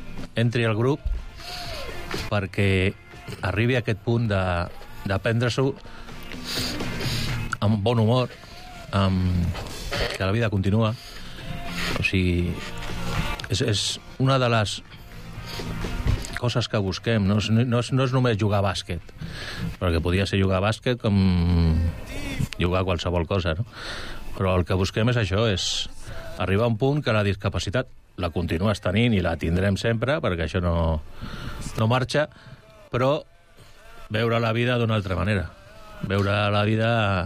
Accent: Mollet del Vallès, Catalonia, Spain; perquè jo sóc de Mollet.

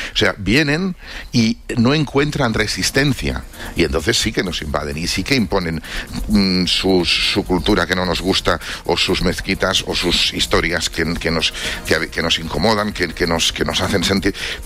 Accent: Spain; nosotros como españoles, como sociedad española, estamos previamente disueltos

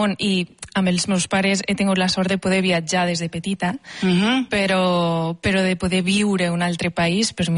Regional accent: Catalonia, Spain; moved away; no he tornat a viure a Catalunya.

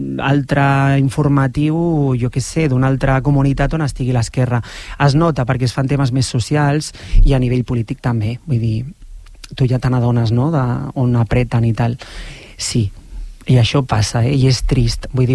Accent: Barcelona, Catalonia, Spain; born there; soc català, he nascut a Barcelona, parlo perfectament català

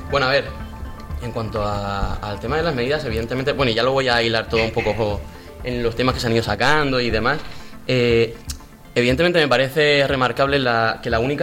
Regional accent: Spain

